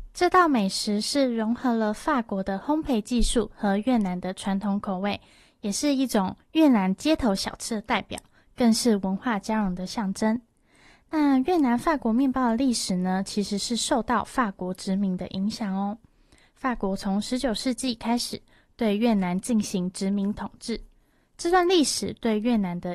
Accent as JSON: {"language": "Chinese", "country": "Taiwan", "said": "我来自台湾，很高兴认识大家。这是我第一次讲粤语，"}